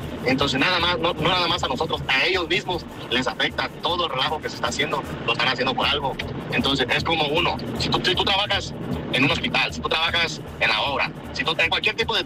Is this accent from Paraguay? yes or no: no; Mexico; uno como mexicano